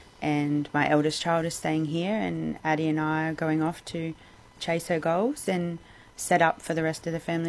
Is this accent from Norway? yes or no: no; East Coast, Australia; now in Geraldton, Australia; we're originally from the East Coast, so moving back home isn't as difficult.